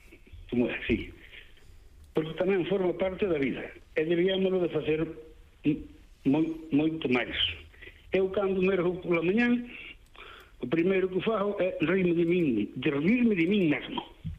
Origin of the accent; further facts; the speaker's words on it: Galicia, Spain; Eu fui a Aguiar porque son aquí do Paso do Faramillo, do Rivero de Aguiar, por eso iba así a alta alcurnia